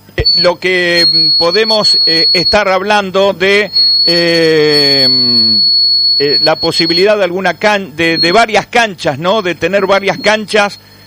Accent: Santa Fe, Argentina; eso nos pone muy orgullosos como santafesinos

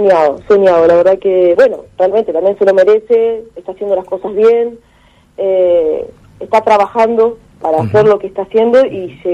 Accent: Santa Fe, Argentina; somos de Santa Fe

